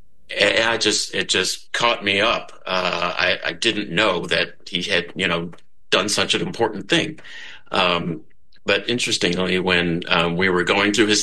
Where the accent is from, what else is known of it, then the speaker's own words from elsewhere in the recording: Rockville, Maryland, United States; now in North Carolina, United States; I grew up in Rockville, Maryland, a Washington, D.C. suburb